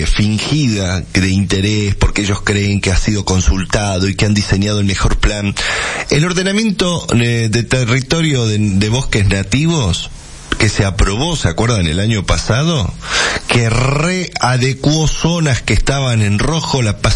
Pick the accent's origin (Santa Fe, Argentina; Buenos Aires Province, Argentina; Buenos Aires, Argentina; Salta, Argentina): Salta, Argentina; A nosotros en Salta